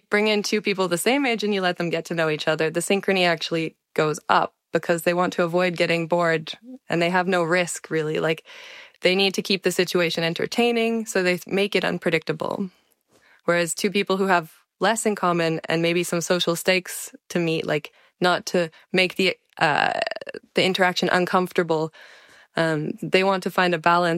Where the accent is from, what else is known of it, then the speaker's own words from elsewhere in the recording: Canada; And I said, "Hi … I'm from Canada."